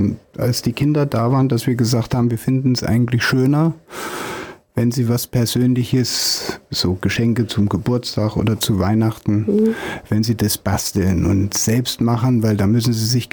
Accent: Eschwege, Hesse, Germany; moved away; Ganz besonders freue ich mich natürlich, dass ich hier in Eschwege sein kann. Da sehe ich mal meine alte Heimat wieder.

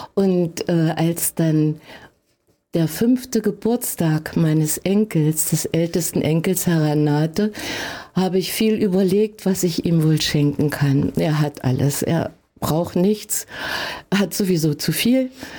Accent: Heiligenstadt, Thuringia, Germany; born there; now in Lengenfeld, Germany; Ich bin in Heiligenstadt geboren, also nicht weit von hier, und vor etwa 30 Jahren nach Lengenfeld gezogen

